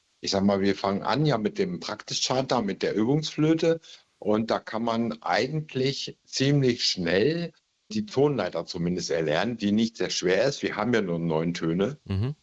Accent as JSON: {"language": "German", "region": "Lower Saxony", "country": "Germany", "said": "Also hier bei uns in Ostfriesland ist es einfach Tschüss oder wie auch immer, weil wir sprechen ja nicht so viel. Bei uns reicht Moin und Tschüss und damit ist der Tag auch gelaufen."}